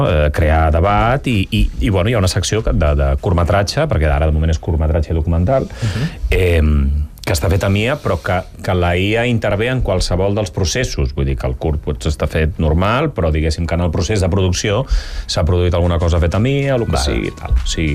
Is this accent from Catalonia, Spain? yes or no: yes; Altafulla, Catalonia, Spain; com sóc el d'Altafulla